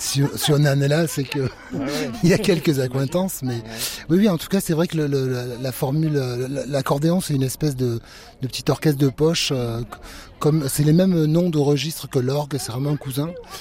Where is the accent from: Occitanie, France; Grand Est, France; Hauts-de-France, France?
Occitanie, France; born there; l'Aveyron, le département d'où je viens